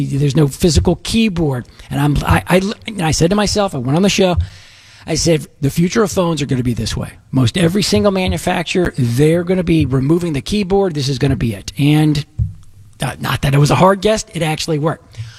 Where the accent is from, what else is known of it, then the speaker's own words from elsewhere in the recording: Dallas, Texas, United States; now in Houston, United States; My hometown, actually. Saw my parents, did some things. Talk Radio 1190. What did I do in Dallas? I'm a Dallas boy. I live in Houston, but I'm Dallas guy.